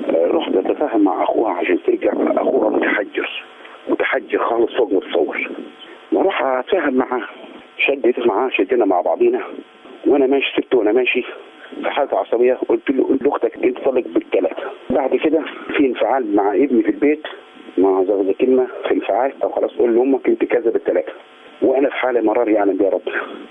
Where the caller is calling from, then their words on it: Asyut, Asyut Governorate, Egypt; أنا من أسيوط